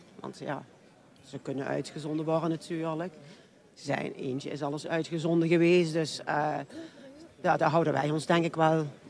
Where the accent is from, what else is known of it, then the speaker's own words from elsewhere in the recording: Limburg, Netherlands; En hier leeft het denk ik zoveel meer, denk ik, als bij ons in Limburg.